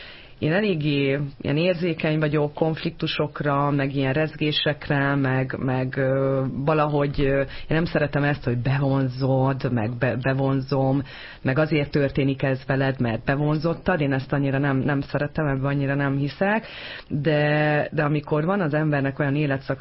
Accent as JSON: {"language": "Hungarian", "country": "Hungary", "said": "Nagyon magyar vagyok"}